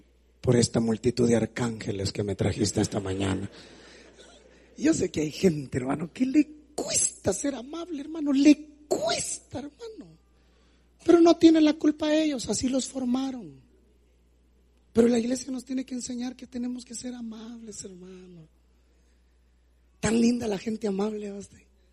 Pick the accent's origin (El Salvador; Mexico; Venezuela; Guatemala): Guatemala; Jutiapa; yo soy de Jutiapa, hermano.